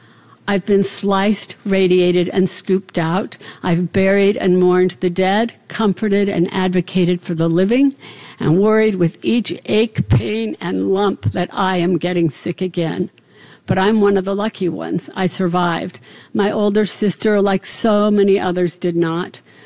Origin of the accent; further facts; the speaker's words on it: Salt Lake City, Utah, United States; I grew up in Salt Lake City, Utah, during the years of above-ground testing.